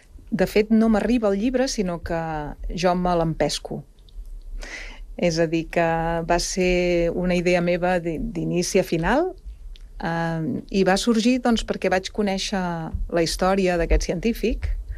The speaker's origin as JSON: {"language": "Catalan", "town": "Barcelona", "region": "Catalonia", "country": "Spain"}